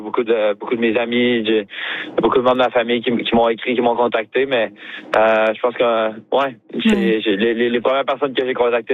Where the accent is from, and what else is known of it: Quebec, Canada